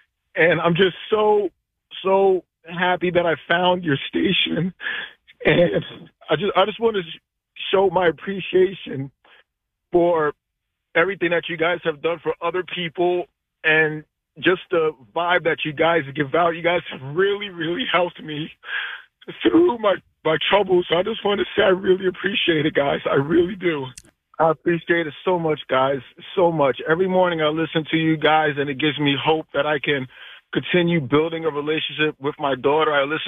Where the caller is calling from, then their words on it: Bel Air, Maryland, United States; From Bel Air, Maryland.